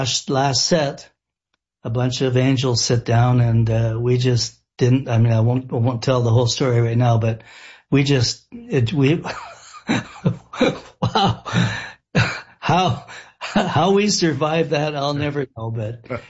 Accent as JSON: {"language": "English", "country": "Canada", "said": "Well, you know, I'm a Canadian boy."}